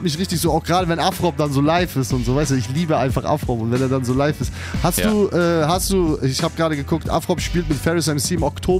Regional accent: Bremen, Germany; Ich komme aus Steintor, der kommt aus Zeneva, ich gehe da nicht hin, so direkt.

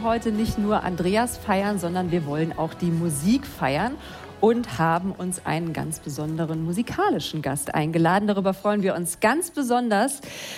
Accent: Germany; Wenn man vom Land kommt, ich komme aus der Eifel

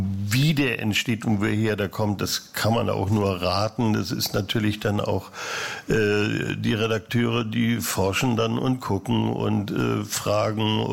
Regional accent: Mecklenburg-Vorpommern, Germany; Ich komme aus dem Osten, aus Mecklenburg.

